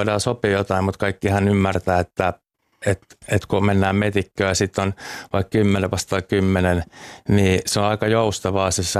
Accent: Uusimaa, Finland; Tuossa pääkaupunkiseudulta mä oon kotoisin.

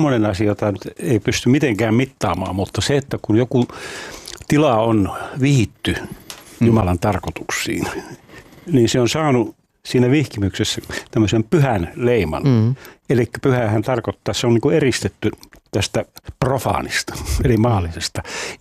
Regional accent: Rovaniemi, Lapland, Finland; moved away; mä Rovaniemeltä kotoisin

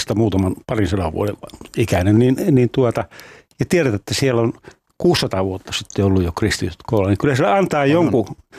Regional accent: Rovaniemi, Lapland, Finland; Kun mä Rovaniemeltä kotoisin, sellainen valtava alttarifresko, joka siellä on

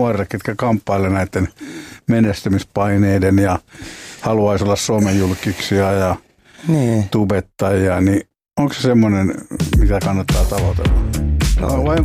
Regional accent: Lapinjärvi, Uusimaa, Finland; Mä muistan, kun Lapinjärjellä, mä oon kotoisin pieni kylä tuolla Itä-Uudellamaalla

